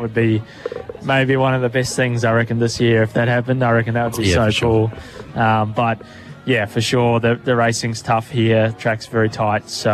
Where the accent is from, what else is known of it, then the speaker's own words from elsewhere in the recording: Auckland, New Zealand; Yeah, I'm another Jaffa.